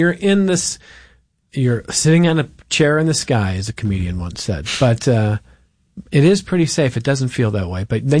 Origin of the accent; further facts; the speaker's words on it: Cleveland, Ohio, United States; now in Rochester, United States; I mean, I love living in Rochester. I grew up in Cleveland, and I got warned before I came here, like, you're not going to want to leave.